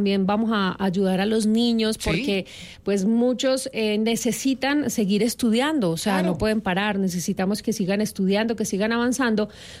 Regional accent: Colombia; como lo que somos, colombianos

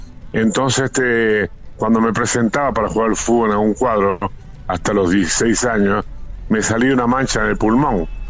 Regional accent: Uruguay; soy uruguayo. Uruguay es un país pequeño

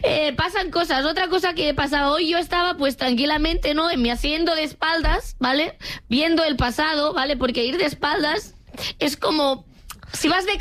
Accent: Catalonia, Spain; y como persona catalana esto me

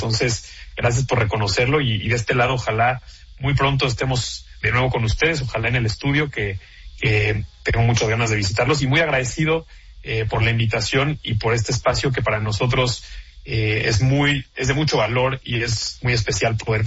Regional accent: Mexico

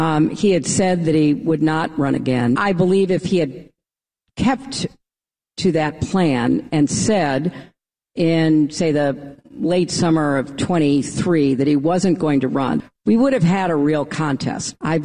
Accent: New York, United States; But I'm not a Mainer. I'm a New Yorker.

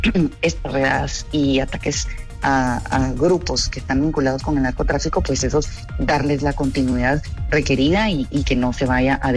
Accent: Guatemala; todos como guatemaltecos

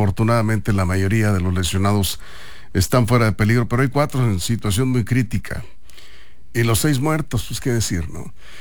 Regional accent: Sinaloa, Mexico; nos duele, porque somos sinaloenses y porque somos solidarios

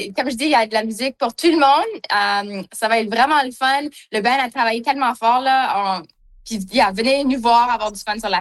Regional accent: Manitoba, Canada; moi, j'ai des racines, comme je suis franco-manitobaine

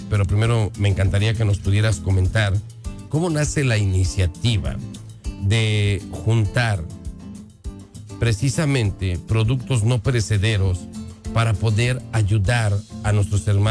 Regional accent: Mexico; con nosotros como mexicanos, que nos tocó vivir en el 85

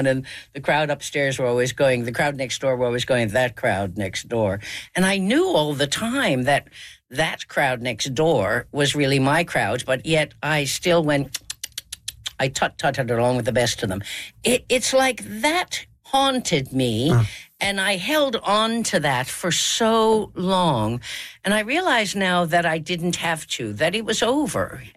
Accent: St. John's, Newfoundland and Labrador, Canada; moved away; I grew up in St. John's.

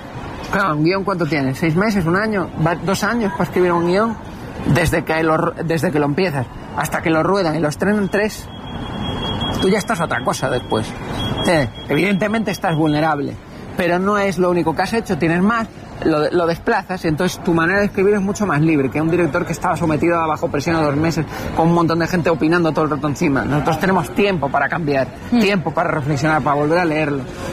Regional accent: Canary Islands, Spain; born there; yo vengo a ser gallego, gallego, gallego. Eso a mi madre le partía el corazón. Porque yo nací en Canarias, tú eres canario.

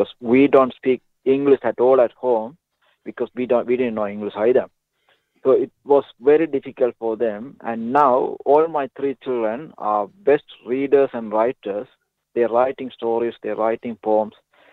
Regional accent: Sri Lanka; English is a second language; moved away as an adult; now in Ballarat, Australia; a refugee from Sri Lanka. I come to this, live in Ballarat, but I couldn't speak any English

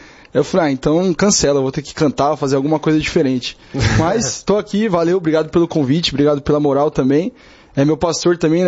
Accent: Brazil; Eu sou brasileiro, né? Sou brasileiro.

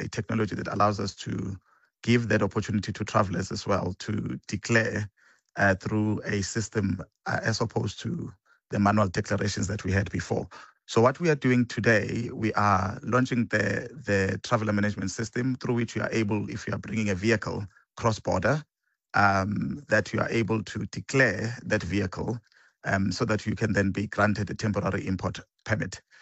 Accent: South Africa

